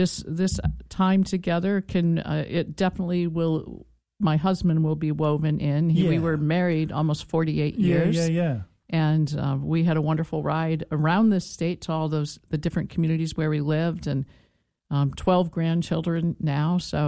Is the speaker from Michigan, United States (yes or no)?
no; Canton, Ohio, United States; And I had friends from my hometown of Canton, Ohio.